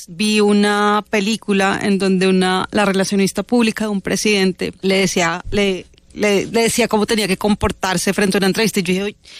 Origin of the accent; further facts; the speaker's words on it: Popayán, Cauca, Colombia; born there; Yo nací en Popayán.